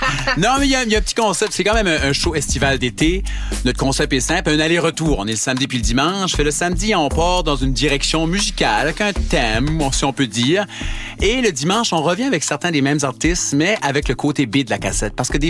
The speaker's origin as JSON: {"language": "French", "region": "New Brunswick", "country": "Canada", "said": "j'ai un POV du Canada, de l'Acadie, moi je viens du Nouveau-Brunswick"}